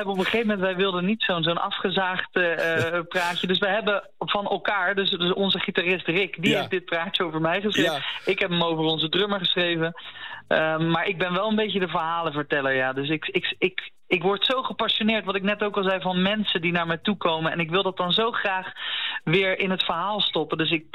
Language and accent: Dutch; The Hague, South Holland, Netherlands; Ik kom zelf ook uit Den Haag.